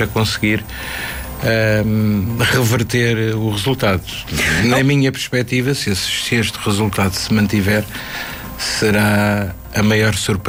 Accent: Portugal

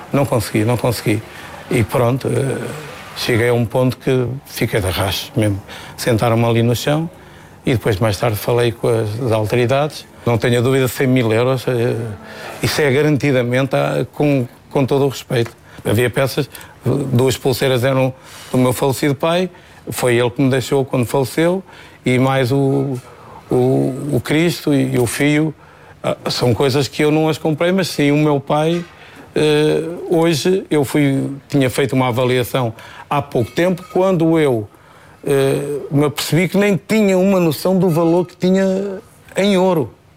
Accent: Valença, Norte, Portugal; na minha terra toda a gente me conhece, em Valença de Minho

